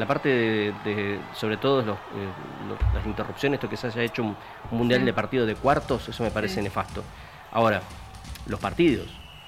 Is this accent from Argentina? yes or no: yes; Argentina